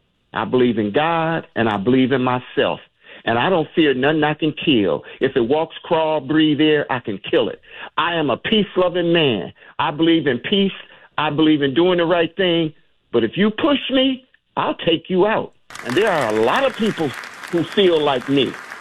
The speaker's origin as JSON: {"language": "English", "town": "Flint", "region": "Michigan", "country": "United States", "said": "And I'm from Flint, Michigan. I'm third generation auto worker."}